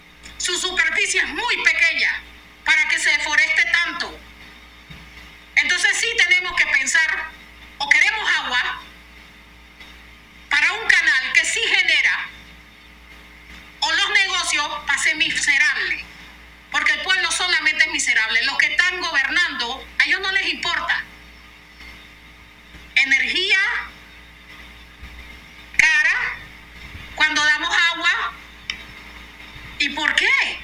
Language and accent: Spanish; Panama; now in Colón, Panama; nosotros como panameños